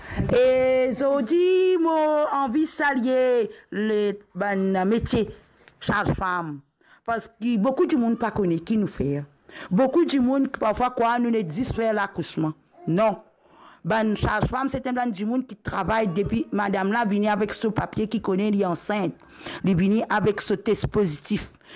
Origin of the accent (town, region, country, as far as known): Rodrigues, Mauritius